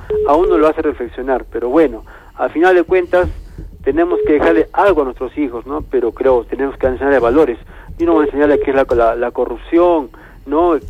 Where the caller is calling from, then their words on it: Peru; soy peruano